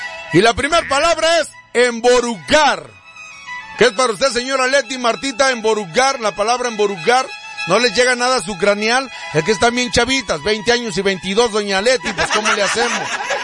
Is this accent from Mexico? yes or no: yes; Mexico